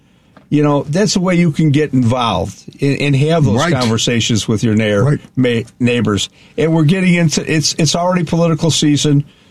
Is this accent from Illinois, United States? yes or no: yes; Chicago, Illinois, United States; Growing up here